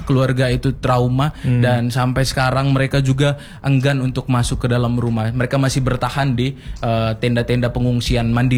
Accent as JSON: {"language": "Indonesian", "region": "East Nusa Tenggara", "country": "Indonesia", "tie": "born there", "moved": "yes", "said": "Kalau untuk kampungku sendiri, Kelurahan Tanah Rata, Kecamatan Kota Komba, kita posisinya lumayan jauh dari bibir pantai. Jaraknya kurang lebih belasan meter, mungkin 11 sampai 12 meter seperti kilometer"}